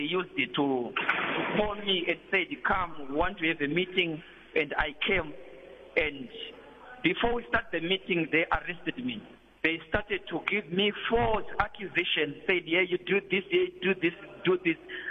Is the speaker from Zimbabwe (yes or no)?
yes; Zimbabwe; moved away as an adult; now in South Africa; I am a politician from Zimbabwe. I've been in politics a long time ago, but I came here in South Africa 2017 after military coup, and I was staying here with my family.